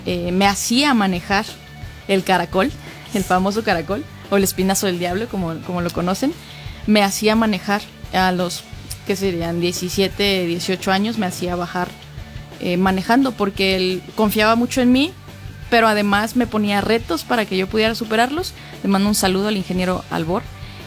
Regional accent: Zimapán, Hidalgo, Mexico; yo soy de Zimapán, sin embargo he tenido 16 escuelas porque a mis padres les gustaba mucho viajar, entonces nos mudábamos muy seguido, pero la mayor parte de mi niñez, pues, fue en Zimapán.

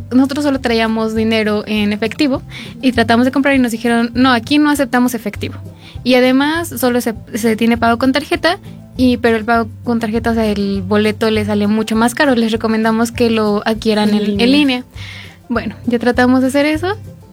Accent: Mexico; Y como mexicano se nos salió un poquito el decir

